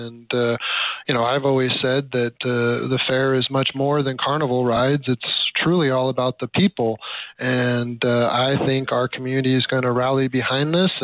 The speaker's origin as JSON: {"language": "English", "region": "Alaska", "country": "United States", "tie": "born or raised there", "said": "Yeah, I was fortunate to be born and raised in Alaska, and we traveled all over the lower 48 for summers"}